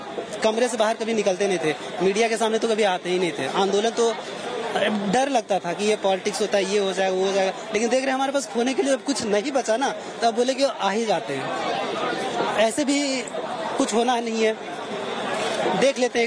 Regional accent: Jharkhand, India; first language Khortha; Hindi is a second language; हमारा मातृभाषा खोरठा है, मैं यहाँ का मूलवासी हूँ

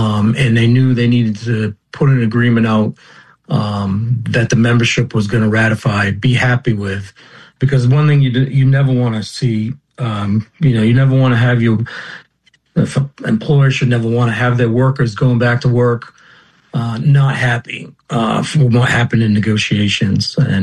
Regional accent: Bath, Maine, United States; And I guess maybe because I'm from Bath, Maine, I'm a little partial to that.

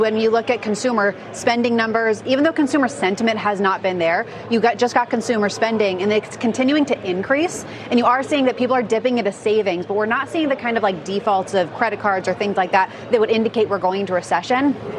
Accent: San Diego, California, United States; born or raised there

